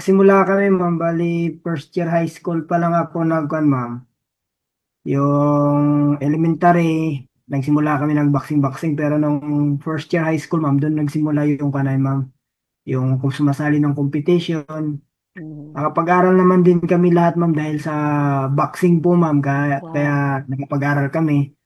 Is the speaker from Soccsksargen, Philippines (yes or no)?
yes; Polomolok, Soccsksargen, Philippines; Taga Kasaba, Maligo, Pulungulok, South Cotabato. 14 kaming magkakapatid, ma'am.